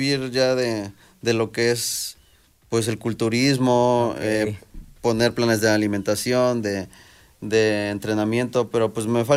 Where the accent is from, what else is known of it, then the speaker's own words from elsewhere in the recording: Chietla, Puebla, Mexico; yo soy de Chietla, pues me queda cerca a Huehuetzingo